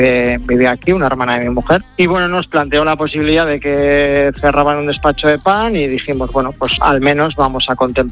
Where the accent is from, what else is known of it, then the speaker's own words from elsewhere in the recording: San Mateo de Gállego, Aragon, Spain; Yo es verdad que tengo mucho apego por mi pueblo